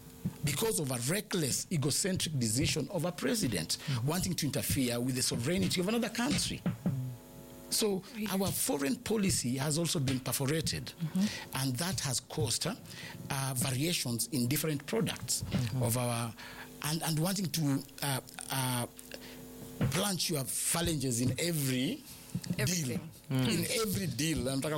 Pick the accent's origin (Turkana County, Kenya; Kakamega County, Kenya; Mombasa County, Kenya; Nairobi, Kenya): Kakamega County, Kenya; Kakamega; born there; I was born in Kakamega.